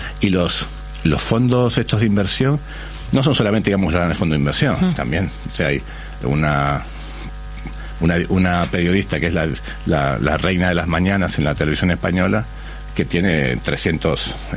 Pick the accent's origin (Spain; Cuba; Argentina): Argentina